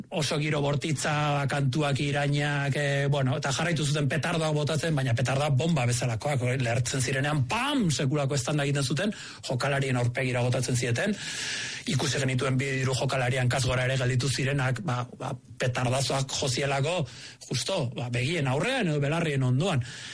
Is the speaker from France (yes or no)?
no; Bosnia & Herzegovina; now in Spain; gerra hasi zen, gure herrian, gurasoi etxe arrezieten, lagunak hil zizkidaten, ni Zubietan nengoen entrenatzen, eta zuen etxera bueltatu nahi Bosniako gerrako notiziak entzutera.